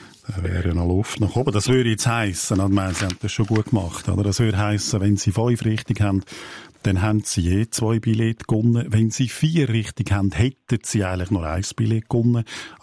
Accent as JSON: {"language": "German", "region": "Aargau", "country": "Switzerland", "said": "Noch ein Mundartwort aus dem Aargau, aus meiner Heimat."}